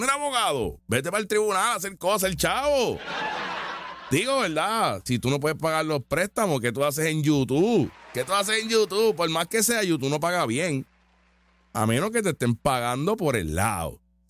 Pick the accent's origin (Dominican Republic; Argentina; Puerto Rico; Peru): Puerto Rico